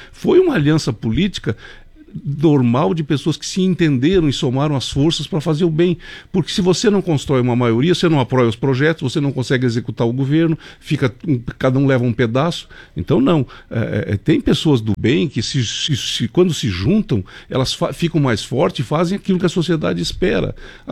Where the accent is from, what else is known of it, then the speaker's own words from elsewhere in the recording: Santa Catarina, Brazil; é uma rodovia que nasce em Santa Catarina e termina em Santa Catarina. Somos nós, catarinenses, que temos que lutar por ela.